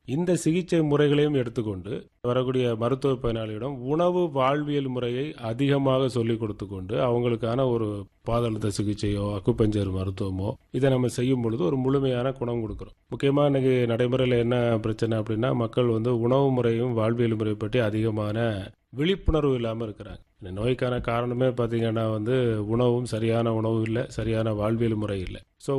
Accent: Tamil Nadu, India; என்னுடைய சொந்த ஊர் அகசீஸ்வரம் பக்கத்துல ஈச்சன்வலைங்கிற கிராமம்.

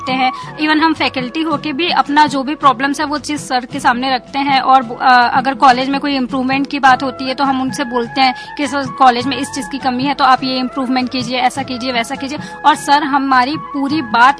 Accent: Chhattisgarh, India; जरूर सर, जरूर, इसीलिए मैं छत्तीसगढ़ से यहाँ आई हूँ

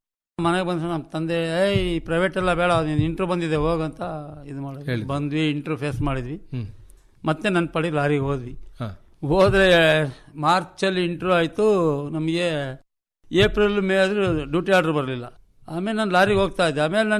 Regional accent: Hassan, Karnataka, India; ಊರು ನಮ್ದು Haasan city, first block Rajaghatta.

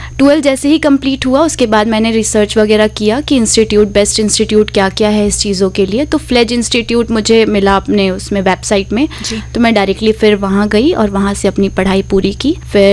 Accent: Ambikapur, Chhattisgarh, India; मैं अंबिकापुर की रहने वाली हूँ।

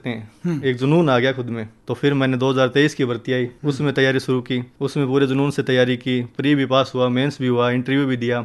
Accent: Rajasthan, India; मैं सूरतगढ़ तहसील के गांव सिद्धवाला का निवासी हूँ।

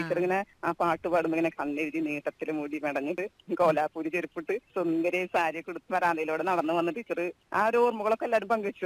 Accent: Anthikad, Kerala, India; എന്റെ നാട് അന്തിക്കാടാണ്.

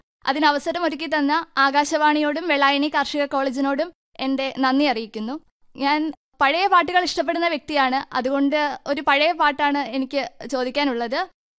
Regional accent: Kangazha, Kerala, India; കോട്ടയം ജില്ലയിലെ കങ്ങഴയാണ് എൻ്റെ സ്വദേശം.

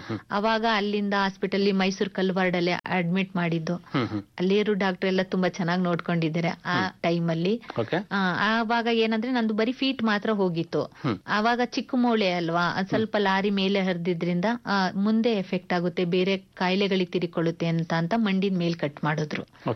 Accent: Kanchugara Koppalu, Karnataka, India; ನಮ್ದು ಊರು ಕಂಚುಗಾರ ಕೊಪ್ಪಲು, ಕೆಆರ್ ನಗರ ತಾಲೂಕು, ಮೈಸೂರು ಡಿಸ್ಟ್ರಿಕ್ಟ್.

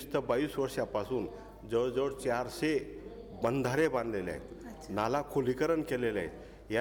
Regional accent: Borkheda, Maharashtra, India; माझं गाव बोरखेडा, तालुका शिरपूर, जिल्हा धुळे येथील इथून आलेलो आहे. तर मी हा माझा धुळे जिल्हा परिसर हा मध्य प्रदेशच्या बॉर्डरला लागलेला आहे

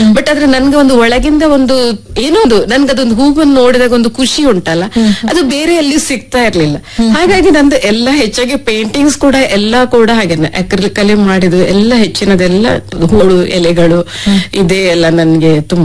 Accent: Saligrama, Karnataka, India; moved away as an adult; also born or lived in Sagar / Udupi / Mangaluru; now in Sharjah, United Arab Emirates; ನಾನು ಆಕ್ಚುಲಿ ಹುಟ್ಟಿ ಬೆಳೆದಿದ್ದು ಎಲ್ಲ ಅಲಿಗ್ರಾಮ, ಕೋಟ, ಉಡುಪಿ ಜಿಲ್ಲೆ ಬರ್ತದೆ.

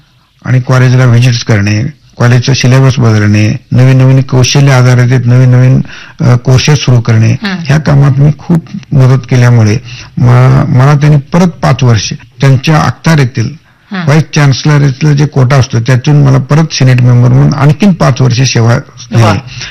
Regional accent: Tikoni, Maharashtra, India; मी स्वतःहून तिकोंडीतनं शिकून तिकोणीचा जन्म घेऊन मी बाहेर शिकत होतो आणि माझ्या गावी शिकायला बाहेर गावांना लोक येत होतं

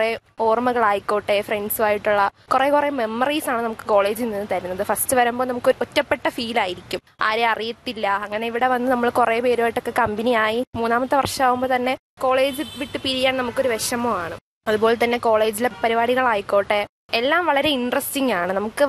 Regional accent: Thiruvananthapuram, Kerala, India; ഞാൻ തിരുവനന്തപുരം സ്വദേശിനിയാണ്.

